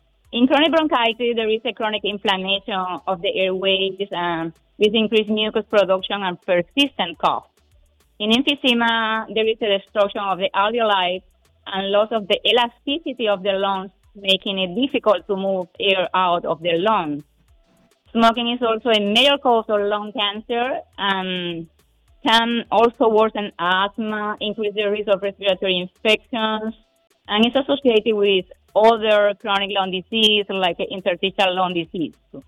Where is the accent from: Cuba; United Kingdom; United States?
Cuba; English is a second language; moved away as an adult; now in Guyana; I am from Cuba.